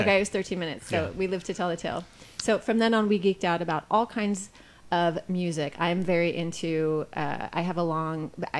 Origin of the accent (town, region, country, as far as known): Los Angeles, California, United States; born or raised there; moved away as an adult; also born or lived in Berlin, Germany